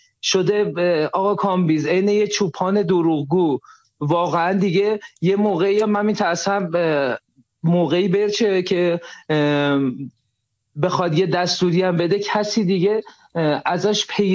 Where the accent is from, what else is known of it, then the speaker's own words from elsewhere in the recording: Iran; born there; ما بدبختیمونه که تو ایران به دنیا اومدیم